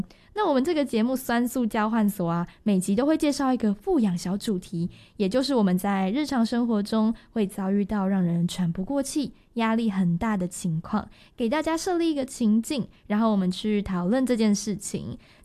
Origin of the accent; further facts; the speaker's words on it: Tainan, Taiwan; now in Taipei, Taiwan; 然后我上礼拜回台南啊，因为我是台南人